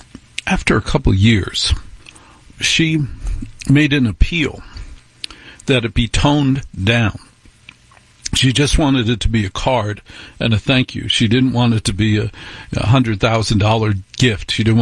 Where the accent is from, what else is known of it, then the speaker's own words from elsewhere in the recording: New Jersey, United States; moved away; I grew up in New Jersey, where the women are in charge